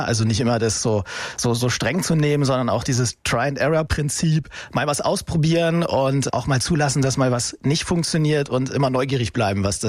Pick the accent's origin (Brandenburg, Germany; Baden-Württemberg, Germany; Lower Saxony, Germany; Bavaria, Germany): Lower Saxony, Germany; Woltershausen; also born or lived in Alfeld (Leine); Ich bin geboren in Eifelt an der Leine und aufgewachsen in dem wunderschönen Dörfchen Woltershausen.